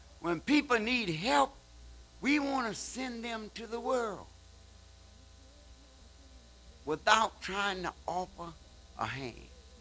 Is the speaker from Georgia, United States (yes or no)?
yes; Georgia, United States; born there; moved away